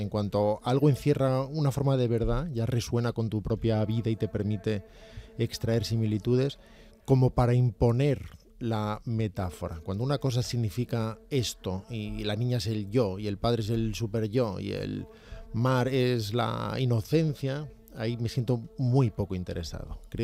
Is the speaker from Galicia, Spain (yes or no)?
yes; Galicia, Spain; Soy gallego.